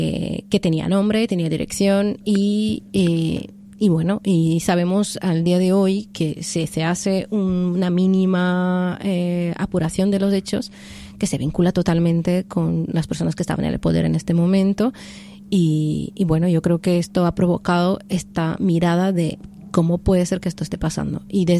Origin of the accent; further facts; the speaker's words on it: Brazil; now in Barcelona, Spain; nosotras también como brasileñas aquí en Barcelona.